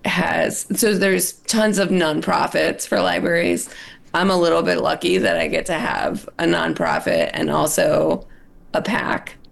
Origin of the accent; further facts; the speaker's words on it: Philadelphia, Pennsylvania, United States; now in Washington, United States; I'm in D.C. right now. And I'm from Philly, but I love Utah.